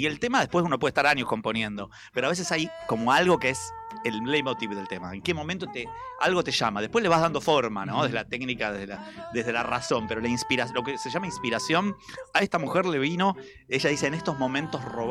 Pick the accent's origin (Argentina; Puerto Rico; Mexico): Argentina